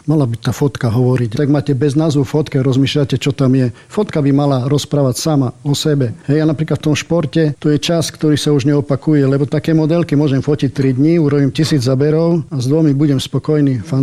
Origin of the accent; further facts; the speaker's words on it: Prešov, Prešov Region, Slovakia; Prešov je moje rodné mesto, je tu pekne, páči sa mi tu, prečo by som odchádzal.